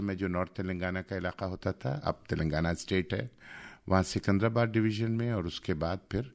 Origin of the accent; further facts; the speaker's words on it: Bhagalpur, Bihar, India; born there; also born or lived in Sahebganj / Delhi; now in Bilaspur, India; मेरा जन्म भागलपुर बिहार में हुआ